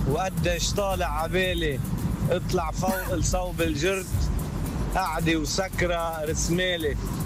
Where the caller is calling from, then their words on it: North Governorate, Lebanon; أنا ضيعتي اسمها راشا قبل بشعلي.